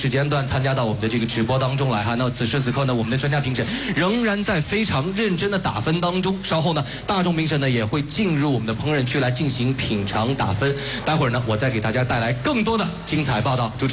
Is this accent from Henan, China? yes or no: no; Ma'anshan, Anhui, China; 我的老家这个马鞍山战队，其实马鞍山因为它城市很新嘛，5-6年建市嘛